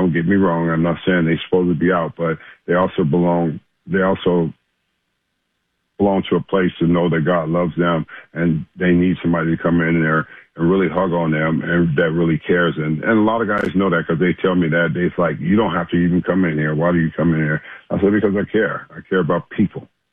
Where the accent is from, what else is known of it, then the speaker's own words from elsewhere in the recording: Los Angeles, California, United States; And because I'm born and raised in South Central, I know how to defend myself.